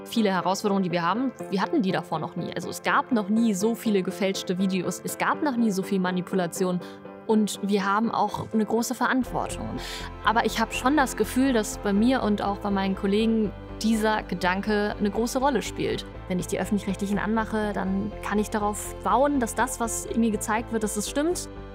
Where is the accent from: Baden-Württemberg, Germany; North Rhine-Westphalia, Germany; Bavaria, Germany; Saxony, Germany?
North Rhine-Westphalia, Germany; Essen; ich komme aus Essen, bin ein Kind aus dem Ruhrgebiet